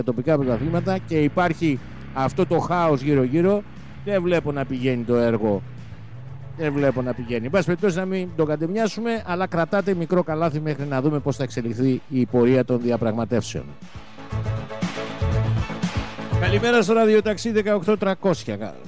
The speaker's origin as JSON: {"language": "Greek", "town": "Nafpaktos", "region": "West Greece", "country": "Greece", "tie": "born there", "said": "καλημέρα στην Αύπακτο, τη γενέτηρά μου, την αρχόντισσα του Κορινθιακού, την πανέμορφη."}